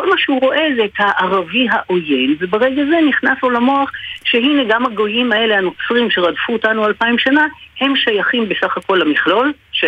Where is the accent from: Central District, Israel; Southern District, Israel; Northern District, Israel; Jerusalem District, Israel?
Jerusalem District, Israel; Jerusalem; אני נולדתי בשנות ה-60 בירושלים.